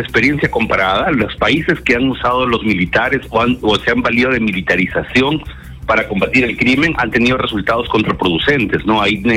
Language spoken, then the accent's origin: Spanish; Peru; Claro, yo como peruano le deseo lo mejor